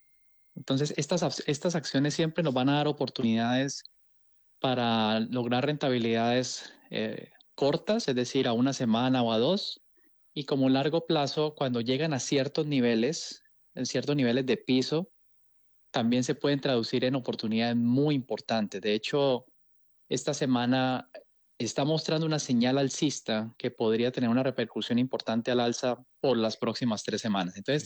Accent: Colombia; Como colombianos tenemos que tener acciones, tenemos que acostumbrarnos a esa cultura de prosperar

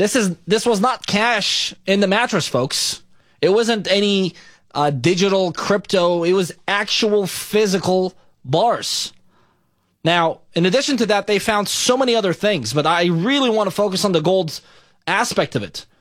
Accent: Beirut, Beirut Governorate, Lebanon; born or raised there

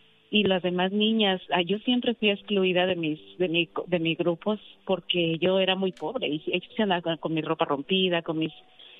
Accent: Durango, Mexico; una vez yo regresé a Durango hace 10 años, fui a Durango, a mi tierra

